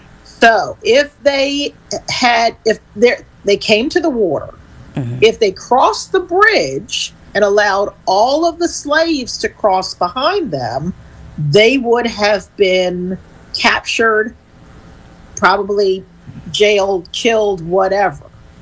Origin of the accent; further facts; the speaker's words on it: Philadelphia, Pennsylvania, United States; moved away as an adult; now in Savannah, Georgia, United States; because I'm from Philly.